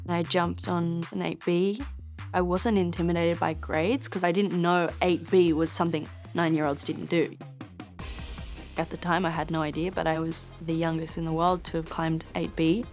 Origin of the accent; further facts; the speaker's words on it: Australia; I'm 19 years old and I'm from Australia.